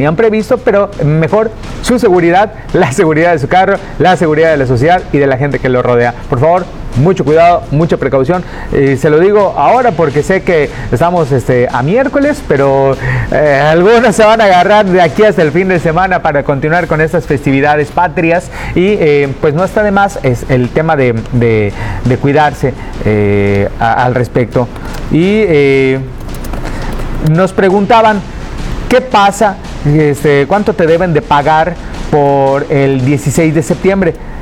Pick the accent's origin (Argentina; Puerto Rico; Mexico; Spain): Mexico; como mexicanos nos gusta agarrar la fiesta desde antes